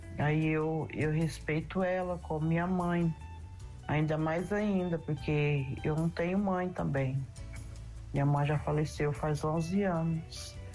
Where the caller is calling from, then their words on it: Santa Bárbara d'Oeste, São Paulo, Brazil; sou de Santa Bárbara do Oeste, São Paulo.